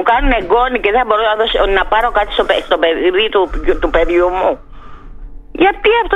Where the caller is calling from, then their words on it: Piraeus, Attica, Greece; είμαι από τον Πειραιά.